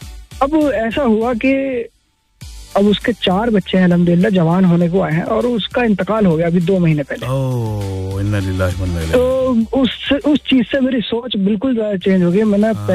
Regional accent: Delhi, India; जैसे कि मैं दिल्ली वाला हूँ तो उसके मुकाबले यहाँ पे मुझे कोई ट्रैफिक फील नहीं होता।

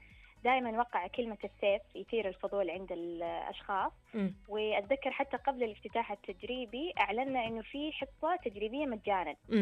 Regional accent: Saudi Arabia; لقيمنا كعرب كسعوديين

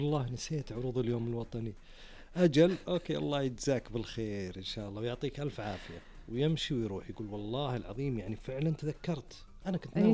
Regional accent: Saudi Arabia; بلادنا المملكة العربية السعودية

